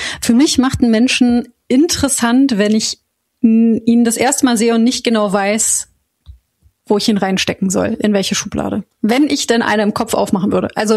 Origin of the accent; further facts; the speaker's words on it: Koblenz, Rhineland-Palatinate, Germany; now in Berlin, Germany